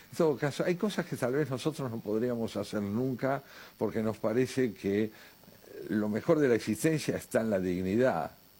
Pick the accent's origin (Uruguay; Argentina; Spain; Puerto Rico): Argentina